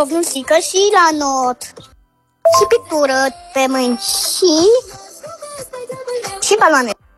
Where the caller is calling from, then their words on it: Bucharest, Romania; din București, am 5 ani